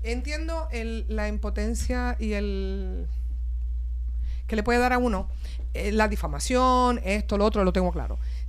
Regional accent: Bayamón, Puerto Rico; que estudié en la Luis Palen Mato en Bayamón y me crié en Bayamón, sí, en los vaqueros de Bayamón y nací en los indios, así que imagínese, vengo indio y vaquera.

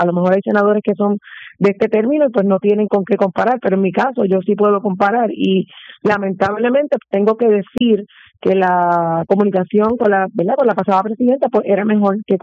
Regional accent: Carolina, Puerto Rico; yo soy de Carolina y la he enfrentado un montón de veces

